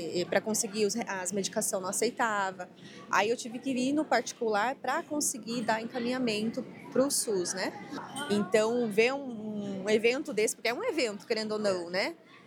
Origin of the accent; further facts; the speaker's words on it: Paraguay; now in Foz do Iguaçu, Brazil; A gente veio de outro país, a gente veio do Paraguai, em busca de recurso aqui no Brasil, né? Aqui em Foz, no caso.